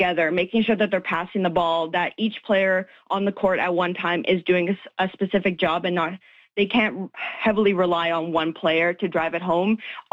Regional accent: Winnipeg, Manitoba, Canada; You never think growing up in Winnipeg that somebody can make it this big

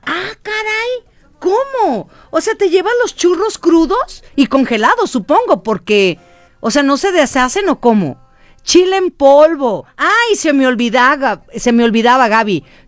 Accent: Yahualica, Jalisco, Mexico; A mí me gusta mucho el chilito que le ponen a la fruta de allá de mi pueblo, que es básicamente chile de árbol, de yagualica.

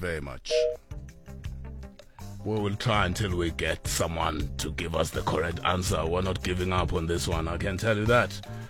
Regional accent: Soweto, Gauteng, South Africa; I grew up in Soweto.

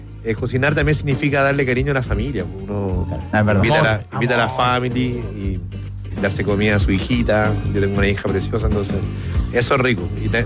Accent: Santiago, Santiago Metropolitan Region, Chile; nosotros somos de Gran Avenida

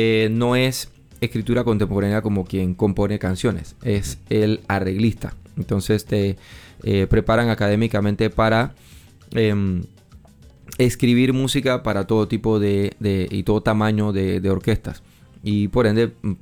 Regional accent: Panama; moved away as an adult; Y muy feliz de estar de vuelta en mi país, de vuelta en el calor de mi tierra

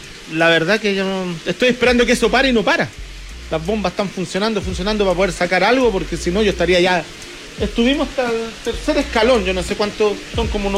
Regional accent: Chile; Y lo demás ya, como todo chileno... pyme, mi microempresario, dándole todos los días, ¿no?

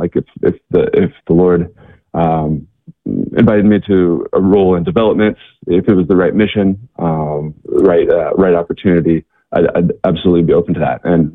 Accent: Kansas, United States; So I'm originally from Kansas, so that's where I grew up. Went to University of Kansas, grew up Catholic

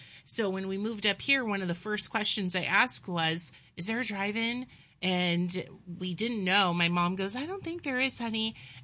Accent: California, United States; also born or lived in Los Angeles; I grew up here in the Central Valley. We moved up here when I was six, and I was so excited the first time I got to go to the drive-in in Mooney.

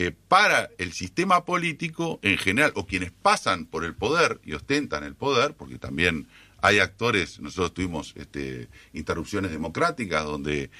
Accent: Uruguay; hay cosas que nosotros debemos discutir como uruguayos de derogaciones que tiene el BPS.

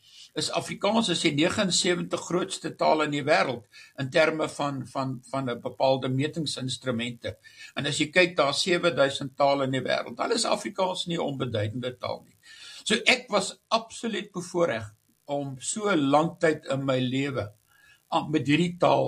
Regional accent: Namibia; moved away as an adult; also born or lived in Stellenbosch / Cape Town / Potchefstroom; Ek het groot geword in Namibië, soos ek sê. Ek moet net sê, ek het in 1970 gematrikuleer in die hoërskool Jan Moore in Windhoek.

